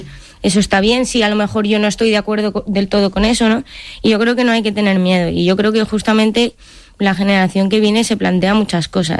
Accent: Madrid, Community of Madrid, Spain; viví una adolescencia en la que yo también que soy de Madrid el feminismo

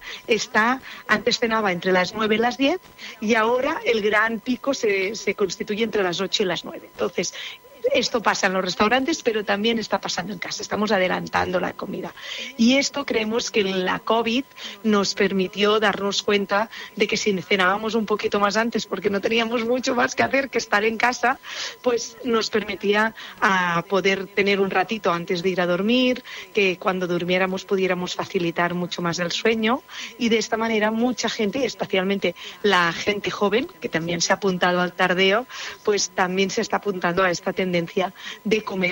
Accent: Spain; Recordemos que en España somos el país de la Unión Europea que nos íbamos a dormir más tarde

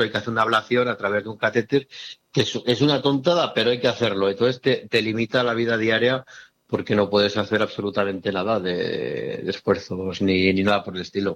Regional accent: Zaragoza, Aragon, Spain

